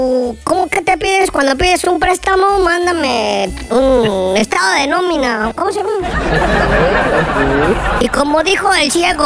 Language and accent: Spanish; Ecatepec, State of Mexico, Mexico; yo como vengo de Catepec